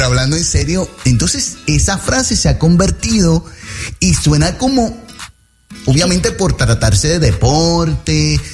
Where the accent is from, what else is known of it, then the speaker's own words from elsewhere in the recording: Puerto Rico; yo soy boricua